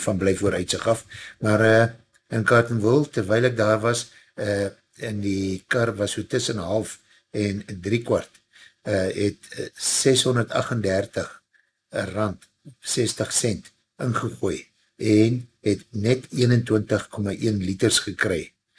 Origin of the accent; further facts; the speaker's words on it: Blyvooruitzicht, Gauteng, South Africa; Cartonville en Bly Vooruitsig. Ek self het as kind ook in Western Area geblei vir baie jare en ek het op Bly Vooruitsig beginne school gaan.